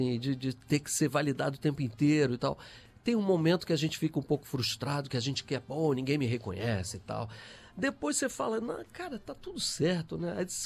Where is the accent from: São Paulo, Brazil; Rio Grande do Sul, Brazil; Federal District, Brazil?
Federal District, Brazil; Brasília; born or raised there; also born or lived in Rio de Janeiro